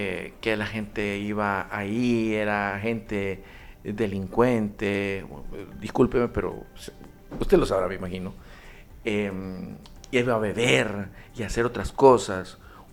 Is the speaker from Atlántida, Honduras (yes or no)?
no; Danlí, El Paraíso, Honduras; moved away; yo soy de Danlí, veníamos del interior